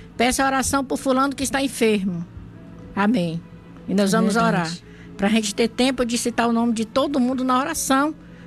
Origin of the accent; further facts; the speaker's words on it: Salvador, Bahia, Brazil; born there; moved away; os ouvintes lá da minha terra natal, Salvador, Bahia